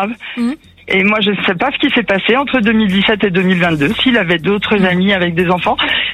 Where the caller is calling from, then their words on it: Massif Central, France; Alors moi j'habite dans le Massif central maintenant.